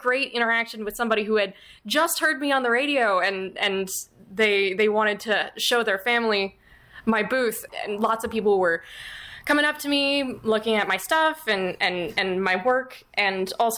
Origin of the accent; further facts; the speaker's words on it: Philadelphia, Pennsylvania, United States; now in Colonial Beach, United States; I'm from the Philly area originally, and so I'm very much used to New York style pizza.